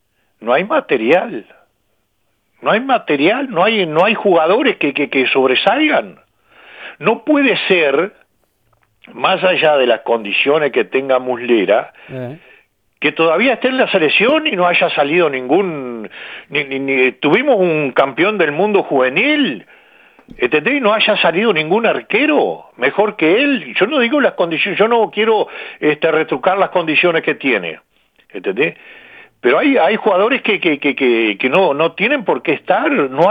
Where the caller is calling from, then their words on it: Uruguay; sigo siendo uruguayo.